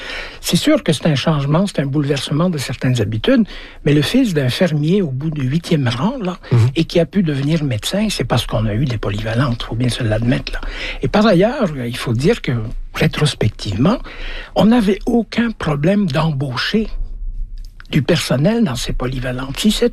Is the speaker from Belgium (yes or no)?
yes; Belgium; also born or lived in Africa; now in Canada; Mais moi, je suis arrivé de l'étranger. J'ai grandi en Afrique, dans toutes sortes d'écoles. Puis je suis arrivé, puis ma dernière année secondaire que j'ai fait ici